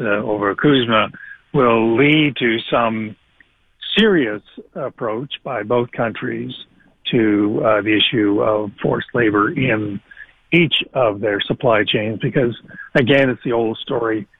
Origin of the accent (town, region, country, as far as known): Canada